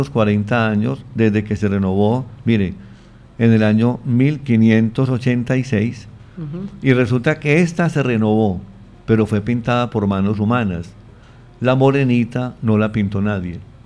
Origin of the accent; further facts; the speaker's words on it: Colombia; nosotros como colombianos tenemos la dicha de venerarla.